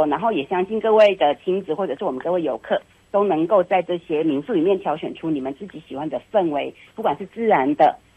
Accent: Puli, Nantou County, Taiwan; 土生土长

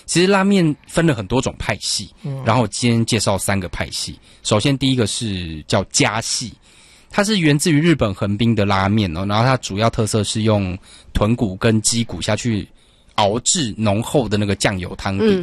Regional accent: Taiwan; 因为我们台湾人啊

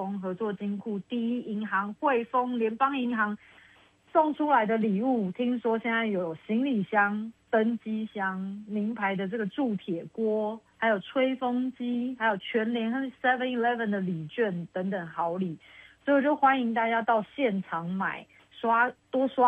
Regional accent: Taiwan; 因为我们生在这个宝岛

